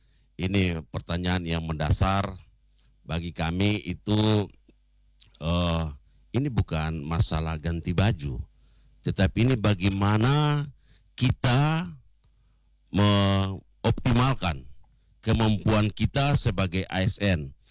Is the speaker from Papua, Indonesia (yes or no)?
yes; Papua, Indonesia; kita lihat tidak bisa kita menutup mata terhadap potensi itu, terutama kepada kita orang asli Papua.